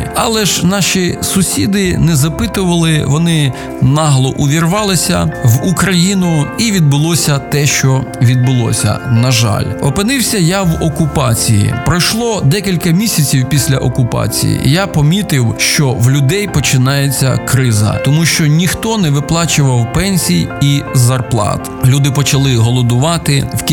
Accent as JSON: {"language": "Ukrainian", "region": "Rivne Oblast", "country": "Ukraine", "tie": "born or raised there", "also_born_or_lived": "Luhansk / Sverdlovsk, Luhansk Oblast", "moved": "as an adult", "said": "Я родом з Рівненщини, але після навчання у Київському біблійному інституті я поїхав на Луганщину як місіонер."}